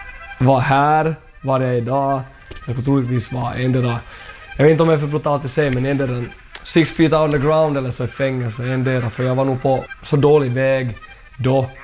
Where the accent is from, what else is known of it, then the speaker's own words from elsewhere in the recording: Jakobstad, Ostrobothnia, Finland; also born or lived in Bangkok, Thailand; Min uppväxt i Jakobstad, rörig.